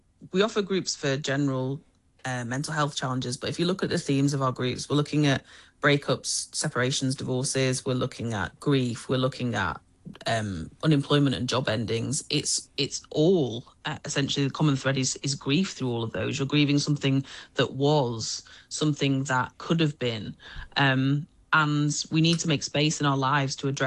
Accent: Oldham, North West England, United Kingdom; moved away as an adult; now in Hong Kong; I'm from the north of England. I'm from a small town called Oldham, which is on the outskirts of Manchester.

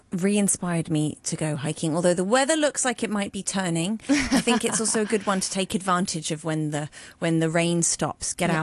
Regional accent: Hong Kong; I grew up in Hong Kong as well. I had so much fun here as a teenager for that exact reason.

